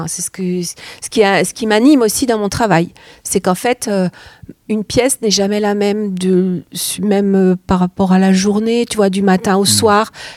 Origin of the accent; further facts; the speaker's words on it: Angers, Pays de la Loire, France; je connais bien la Loire, parce que je suis originaire de d'Angers.